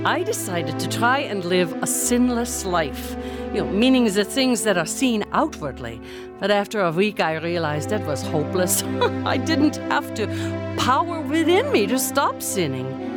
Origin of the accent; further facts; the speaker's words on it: Germany; English is a second language; moved away; I'm from Germany. I'm in university there.